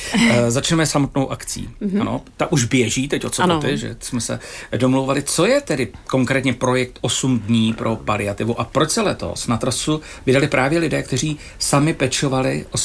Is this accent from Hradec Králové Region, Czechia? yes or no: yes; Stěžery, Hradec Králové Region, Czechia; born there; Já jsem se narodil ve Stižerách, to je u Hradce Králové